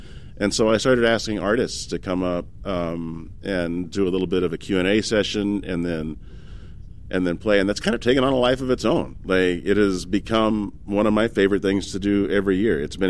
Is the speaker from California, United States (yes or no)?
no; Oklahoma, United States; but I am from Oklahoma's Red Dirt scene, and I kind of grew up as a journalist and writer around the artists that ultimately would go on to give that scene the gravity that it has now.